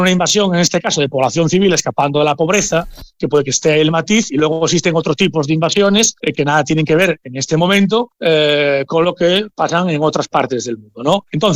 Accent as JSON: {"language": "Spanish", "country": "Spain", "said": "Tiene que participar el resto de la península en esa política, porque somos todos españoles."}